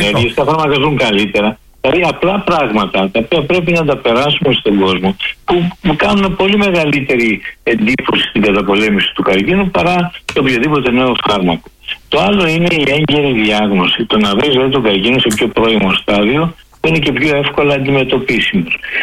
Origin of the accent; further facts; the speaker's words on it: Greece; και εμείς σαν πολιτισμός, σαν Έλληνες